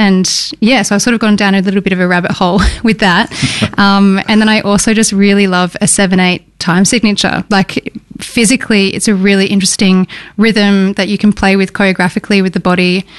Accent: Sydney, New South Wales, Australia; moved away as an adult; now in Melbourne, Australia; I'm originally from Sydney. I ended up moving to Melbourne to go to VCA, studied Bachelor of Fine Arts in Dance there.

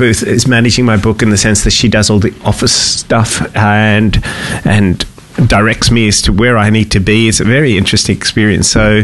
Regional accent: Kolkata, West Bengal, India; I was born in Calcutta, where I had learnt to mix with Bengalis, Parsis, Muslims, Chinese, Sikhs, Jews and Goras from the UK, America, Europe and Australia. Growing up in Calcutta, I heard many languages. Anglo-Indian families such as mine spoke English at home

